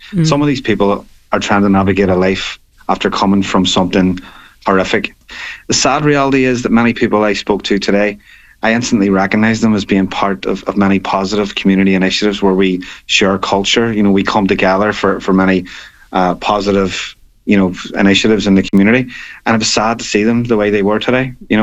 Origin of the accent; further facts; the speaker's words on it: Belfast, Northern Ireland, United Kingdom; I grew up in West Belfast, which is a nationalist area. And, I grew up hearing stories of people in my own community who were burned out simply because of their religion.